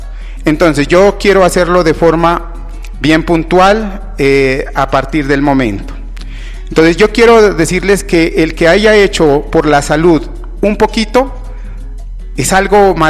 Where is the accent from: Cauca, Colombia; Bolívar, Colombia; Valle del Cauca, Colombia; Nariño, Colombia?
Nariño, Colombia; Contadero; yo nacido en este municipio del Contadero, en una vereda, fui campesino, coseché papas, fui obrero